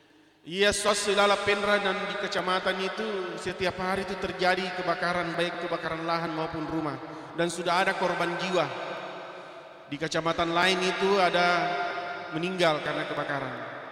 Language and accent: Indonesian; Pinrang, South Sulawesi, Indonesia; tinggal di Kabupaten Pinrang. Asli saya itu Pak orang Landrisang atau Jampoy